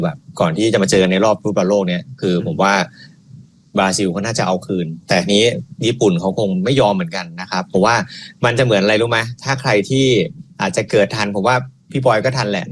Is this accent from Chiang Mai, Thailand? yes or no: no; Bangkok, Thailand; ถึงแม้ผมจะเป็นคนกรุงเทพ